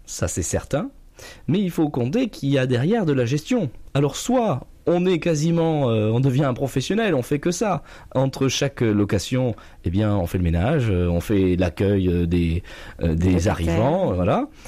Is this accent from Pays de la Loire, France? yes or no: yes; Pays de la Loire, France; Vous avez cité que je viens de l'île de Noirmoutier.